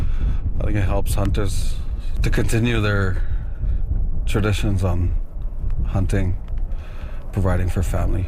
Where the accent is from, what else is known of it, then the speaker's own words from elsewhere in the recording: Puvirnituq, Quebec, Canada; I remember when I was growing up in Pontnatuk, there was a quite large amount.